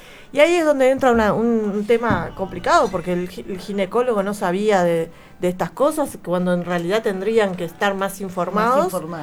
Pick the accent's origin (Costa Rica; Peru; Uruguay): Uruguay